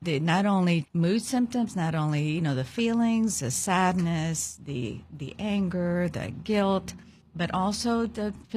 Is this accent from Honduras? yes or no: yes; Honduras; moved away; I grew up in Honduras.